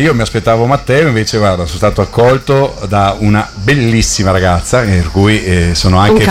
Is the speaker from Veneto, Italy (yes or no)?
yes; Legnago, Veneto, Italy; Vengo da Legnago.